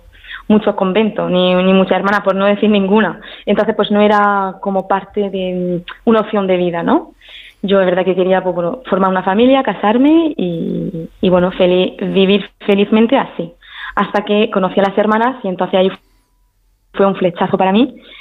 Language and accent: Spanish; Paris, Île-de-France, France; moved away as an adult; yo nací, bueno, soy francesa, mi padre es francés, mi madre española, murciana, y yo nací en París y viví ahí hasta los 22 años, hasta que entré al convento.